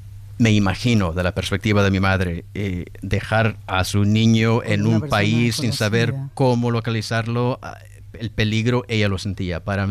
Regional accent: Chalatenango, El Salvador; now in Los Angeles, United States; yo vengo de Chalatenango. Chalatenango y Morazán es donde se peleó la guerra más fuerte. Regiones pobres, de montañas. En mi pueblo no había ni agua potable ni electricidad. Así es que imagínate ir de un contexto así a Los Ángeles, California.

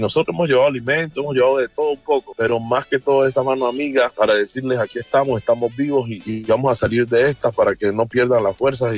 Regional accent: Villarrica, Cauca, Colombia; now in Jamundí, Colombia; Pues yo soy nativo de Villarrica, Cauca, y nos han criado con esas bases de ayudar

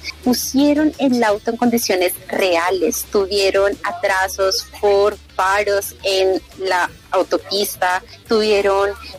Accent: Bogotá, Colombia; Soy de Bogotá.

